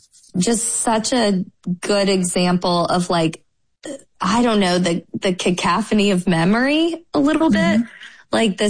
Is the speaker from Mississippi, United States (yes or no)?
yes; Mississippi, United States; You know, growing up in Mississippi in a pretty like monolithic community, I was able to see the world.